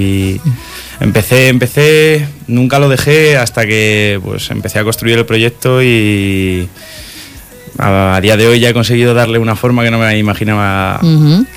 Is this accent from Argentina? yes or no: no; Ciudad Real, Castilla-La Mancha, Spain; soy un chaval de Ciudad Real, tengo 24 años